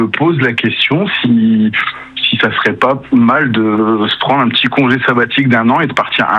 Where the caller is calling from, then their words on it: Soissons, Hauts-de-France, France; De Soissons, à Rennes.